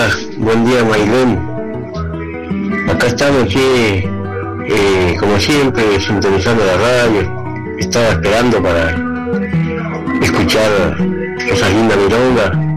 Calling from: Sierra Colorada, Río Negro, Argentina; de los Pagos acá de Sierra Colorada.

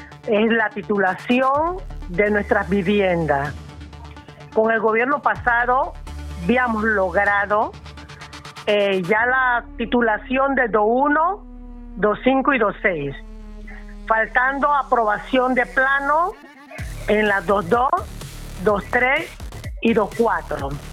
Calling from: Colón, Panama; este problema que tenemos aquí en Puerto Escondido.

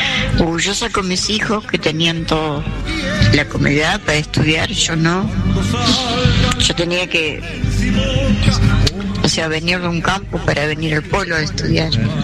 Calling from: Río Negro, Argentina; Y soy acá de Río Negro. Soy una fiel oyente de la cadena Alegría.

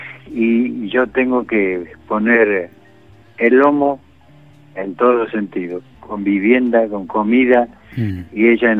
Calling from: Ituzaingó, Buenos Aires Province, Argentina; de Ituzaingó.

